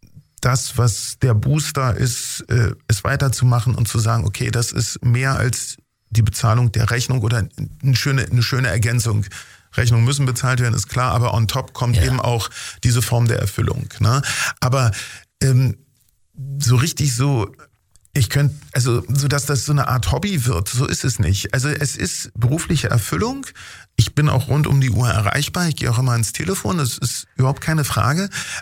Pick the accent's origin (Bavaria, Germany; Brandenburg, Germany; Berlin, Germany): Berlin, Germany; born there; Berlin, Spandau.